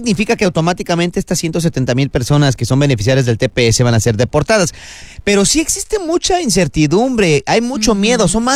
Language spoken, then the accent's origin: Spanish; Mexico; now in Los Angeles, United States; aunque somos mexicanos, crecimos también de alguna manera muy cerca a la comunidad salvadoreña, sobre todo aquí en Estados Unidos, en Los Ángeles, ni se diga, en el Valle de San Fernando.